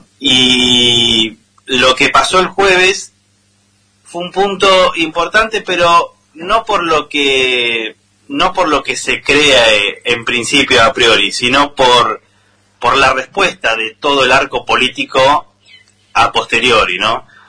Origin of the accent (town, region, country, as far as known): Argentina